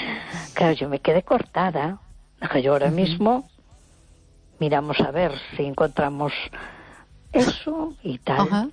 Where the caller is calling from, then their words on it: A Coruña, Galicia, Spain; de Coruña.